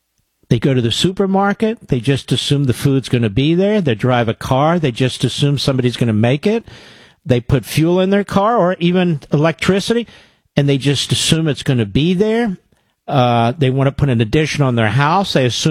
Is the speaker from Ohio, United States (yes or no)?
no; Pennsylvania, United States; transplant. Yeah, I'm from Montgomery.